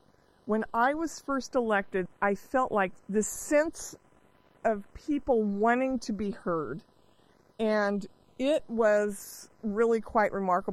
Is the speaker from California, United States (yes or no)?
yes; Modesto, California, United States; I was born in Modesto. I was raised in Modesto. My husband and I graduated from high school, went away to college and professional school, and came back to Modesto to serve. We raised our 6 children in Modesto.